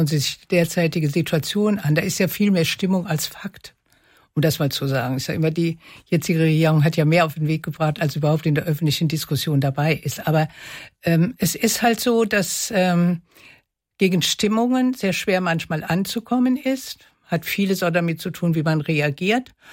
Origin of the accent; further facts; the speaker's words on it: Rhineland, Germany; accent: Rhineland; dass man natürlich hört, dass ich aus dem Rheinland komme.